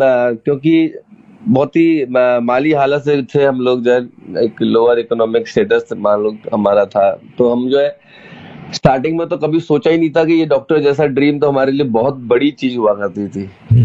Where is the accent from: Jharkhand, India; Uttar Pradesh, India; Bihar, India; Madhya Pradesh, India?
Uttar Pradesh, India; Mathura; born there; फिर six seventh class से हम लोगों ने मथुरा शिफ्ट हो गए। हम लोग फिर मेरा उसके बाद की सारी एजुकेशन मथुरा में हुई।